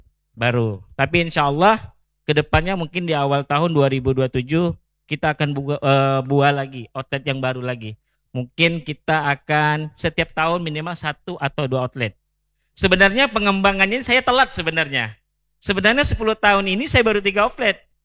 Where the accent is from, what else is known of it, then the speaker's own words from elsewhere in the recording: Pontianak, West Kalimantan, Indonesia; Kita memang orang asli Kota Pontianak. Jadi Ayam Crispy Bungsu itu memang lokal orang Pontianak, bukan orang luar Pontianak.